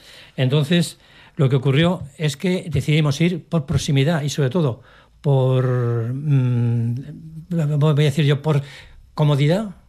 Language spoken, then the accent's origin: Spanish; Aragon, Spain; Estuve buscándolo, como soy buen aragonés y por tanto tozudo, ajá, encontré todo lo que tenía que buscar